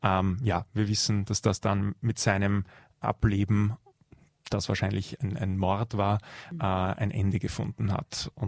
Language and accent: German; Austria; als Österreicher ist man natürlich bei